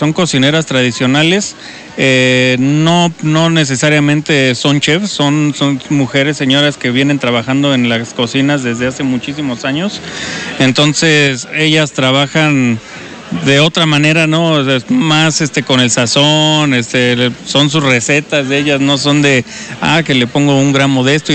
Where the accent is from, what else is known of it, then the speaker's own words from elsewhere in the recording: Hidalgo, Mexico; moved away as an adult; now in Puebla, Mexico; soy de Hidalgo.